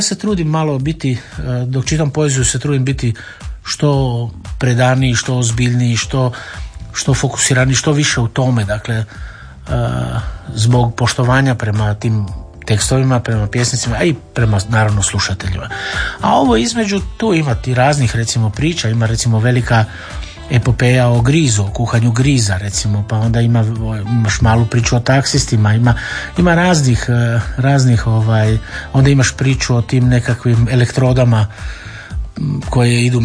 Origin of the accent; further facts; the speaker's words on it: Rijeka, Primorje-Gorski Kotar County, Croatia; born there; rođen sam u Rijeci 1960.